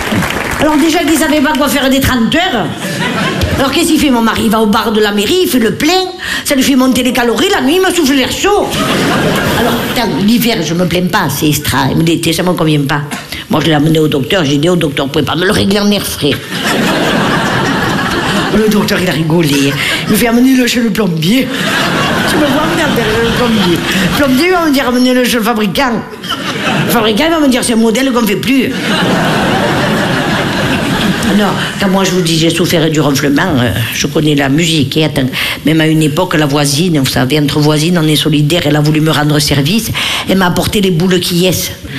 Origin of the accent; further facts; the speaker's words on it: Nice, Provence-Alpes-Côte d'Azur, France; Si moi je l'ai fait comme on l'ai fait chez nous à Nice, à la pomme de terre, ça coûte rien.